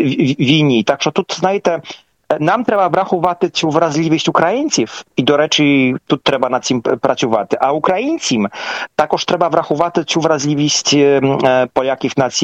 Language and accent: Ukrainian; Poland; ми поляки